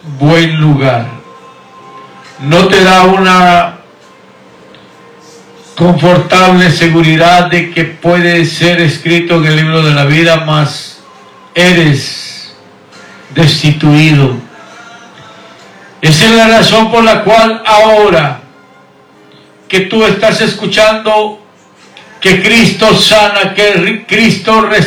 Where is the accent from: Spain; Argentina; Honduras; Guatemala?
Guatemala; now in Houston, United States; Mandamos un cordial saludo a Guatemala, mi tierra natal. … desde aquí de Houston, Texas, mandándole un cordial saludo a toda esa gente bella que está por ahí